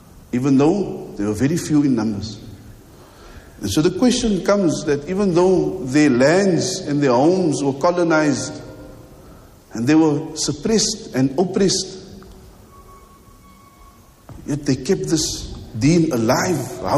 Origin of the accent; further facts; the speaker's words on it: Egypt; moved away as an adult; I recall the story in my first year when I came from Egypt.